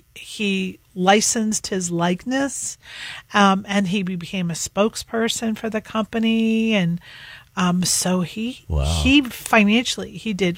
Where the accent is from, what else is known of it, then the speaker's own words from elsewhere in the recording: Northeast, United States; moved away; we're from the Northeast.